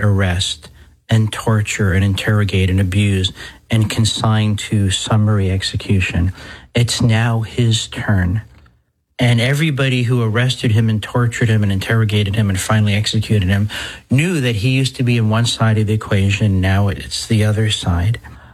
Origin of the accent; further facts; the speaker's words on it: New Jersey, United States; The second parish I grew up in New Jersey suffered a tragic fire in 1976